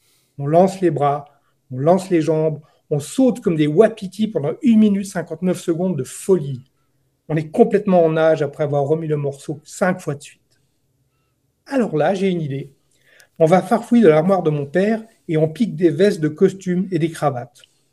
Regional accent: Geneva, Switzerland; Et chez moi en Suisse, C'est l'ouverture en grande pompe d'un nouveau tronçon

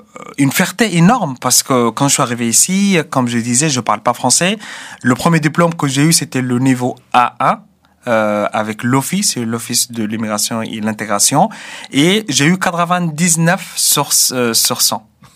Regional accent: Sudan; now in France; pour moi, le Soudan et la France, les deux sont mon pays. Et j'aimerais bien, au moins, parce que depuis maintenant 2 ans que j'habite en France

